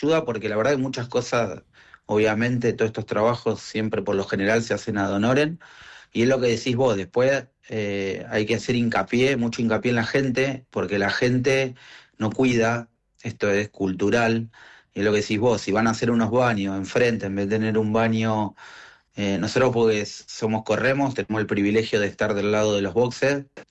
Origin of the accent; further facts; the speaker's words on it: Rawson, Argentina; yo soy de Rawson y nuestro autódromo Estrelew es un gran autódromo